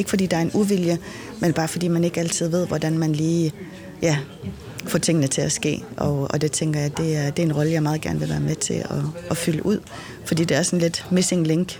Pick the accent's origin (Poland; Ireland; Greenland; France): Greenland; Jeg har også fået tilbudt nogle forskellige politiske poster hjemme i Grønland.